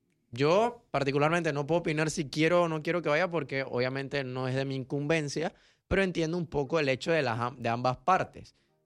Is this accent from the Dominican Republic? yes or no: no; Panama; Yo viéndolo acá como un panameño más